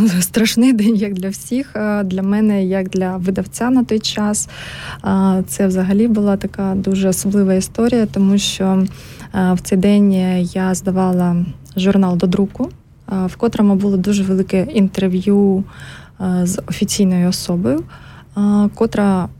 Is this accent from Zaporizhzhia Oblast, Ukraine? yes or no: yes; Zaporizhzhia, Zaporizhzhia Oblast, Ukraine; moved away as an adult; now in Switzerland; Народилася я в Запоріжжі, все життя жила в Запоріжжі.